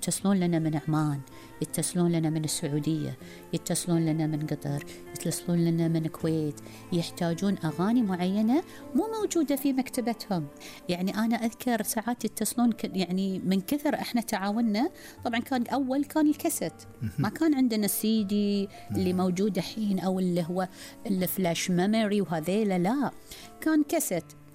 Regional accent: Bahrain; عندنا في البحرين

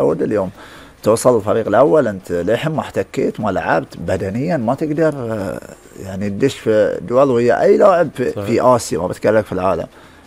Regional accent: Bahrain; كخليجيين مو كبحرينيين وكعرب

